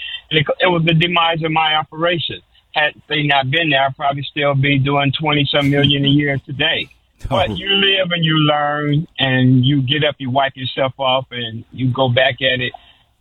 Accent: Chicago, Illinois, United States; moved away; Well, I hail from the Robert Taylor Project, which was the most crime-ridden project in the United States of America.

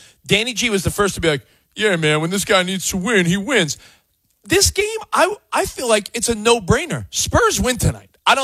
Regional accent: New York, United States; I'm from New York

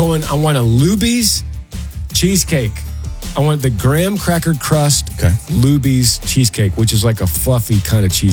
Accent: Texas, United States; Because I'm a Texan, and I am not cultured enough.

